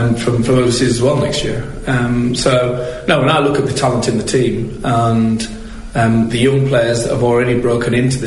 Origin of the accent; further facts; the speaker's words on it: Yorkshire and the Humber, United Kingdom; moved away as an adult; now in Dublin, Ireland; I'm from Yorkshire